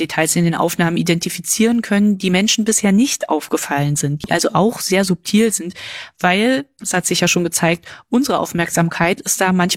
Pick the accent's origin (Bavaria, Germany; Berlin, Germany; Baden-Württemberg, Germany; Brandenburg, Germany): Berlin, Germany; accent: Berlinisch; Und ich komme aus Berlin und wenn ich dann auch noch mehr Berlinere, dann sage ich Hake und Hacke.